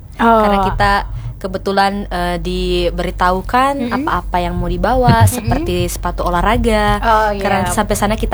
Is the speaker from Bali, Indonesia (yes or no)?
no; Southeast Sulawesi, Indonesia; memang lahir besar di Konawe